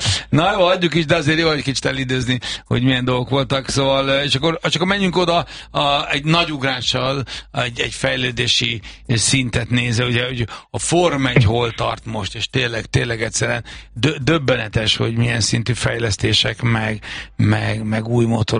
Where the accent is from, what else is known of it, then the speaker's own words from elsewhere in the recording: Budapest, Hungary; Meg hát azért a 11. kerületben én felnőttem